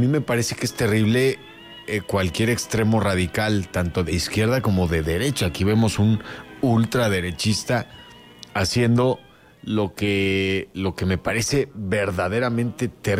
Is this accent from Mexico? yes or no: yes; Mexico